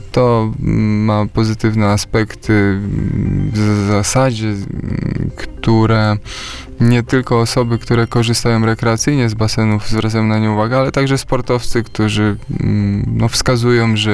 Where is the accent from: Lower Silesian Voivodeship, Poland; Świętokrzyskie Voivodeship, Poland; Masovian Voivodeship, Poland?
Masovian Voivodeship, Poland; Otwock; kiedy będzie basen w Otwocku, to pytanie, które w zasadzie słyszałem od zawsze, kiedy się urodziłem i mieszkałem w tym mieście.